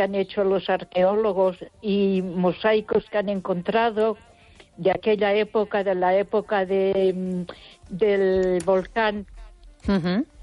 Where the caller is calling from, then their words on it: Ponferrada, Castile and León, Spain; Soy … de Ponferrada.